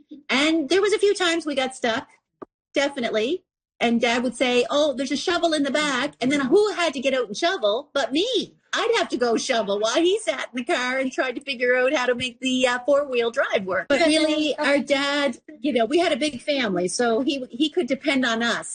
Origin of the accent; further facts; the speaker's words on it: Nova Scotia, Canada; When I was a little girl and I grew up here in Cape Breton.